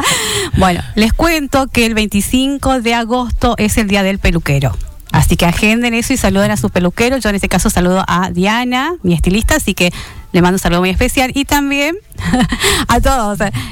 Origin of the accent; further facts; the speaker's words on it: Corrientes, Argentina; Soy correntina, chicos.